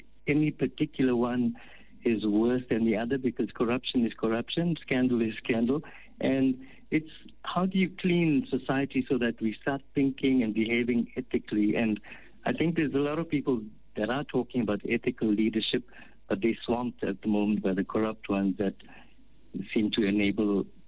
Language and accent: English; South Africa